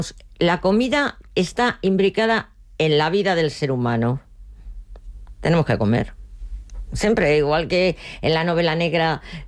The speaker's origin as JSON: {"language": "Spanish", "country": "Spain", "said": "yo, como española y cocina tradicional española, pues bueno, pues lo planteo."}